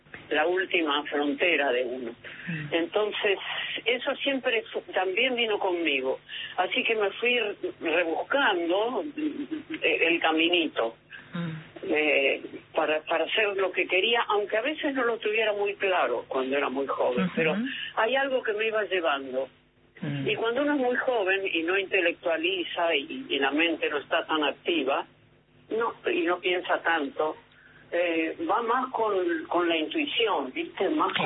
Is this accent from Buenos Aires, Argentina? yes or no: yes; Buenos Aires, Argentina; also born or lived in Mar del Plata; No, muy temprano, así que soy porteña, digamos.